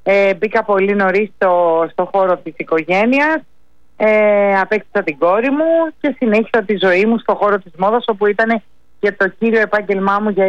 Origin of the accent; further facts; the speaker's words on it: Athens, Attica, Greece; born there; Γεννήθηκα στην Αθήνα, η καταγωγή μου είναι από τη Μάνη, Λακωνική Μάνη, ναι.